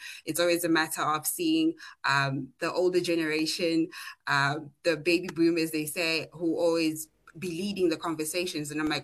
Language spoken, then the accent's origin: English; South Africa; as much as I'm a South African